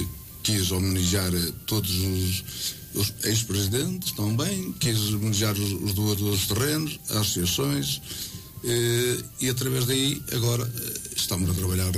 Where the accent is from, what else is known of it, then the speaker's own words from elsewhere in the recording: Portugal; Nasci e continuo em Pereira.